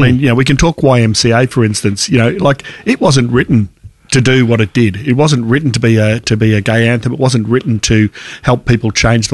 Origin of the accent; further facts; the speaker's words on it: Melbourne, Victoria, Australia; born there; Obviously, we're Australian, so we always had the, I grew up with the 3XY top 40